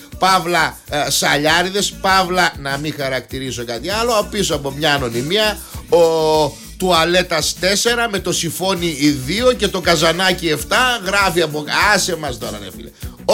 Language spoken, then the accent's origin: Greek; Agriani, Greece; στο χωριό της Αγριανής, θα βάλω το χωριό μου.